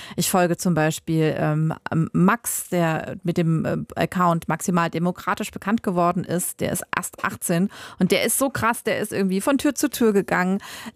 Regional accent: East Germany, Germany; Also ich bin ja Ostdeutsche und mich betrifft das schon sehr, dieses Wahlergebnis in Sachsen-Anhalt.

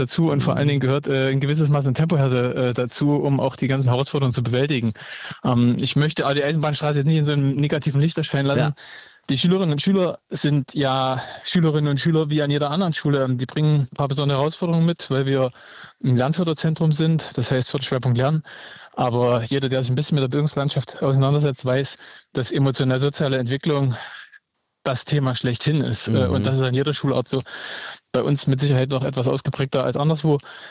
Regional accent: Thuringia, Germany; Ich bin Thüringer.

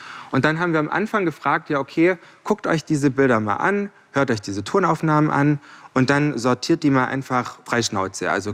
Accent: Baden-Württemberg, Germany; moved away; ich bin auf der Schwäbischen Alb groß geworden.

